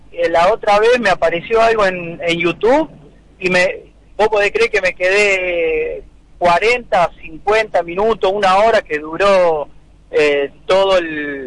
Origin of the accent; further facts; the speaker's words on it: Isla Verde, Córdoba, Argentina; Yo soy de Isla Verde, Córdoba, un pueblito de 4.000 habitantes, al sur de Córdoba. Estamos limitando con Santa Fe y bueno, la ciudad más cercana es Corral de Bustos